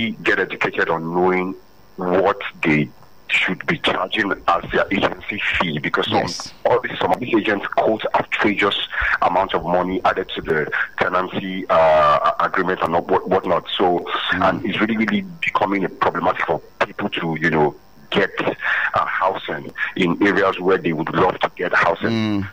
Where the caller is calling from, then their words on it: Lagos, Nigeria; I'm calling from Ogba.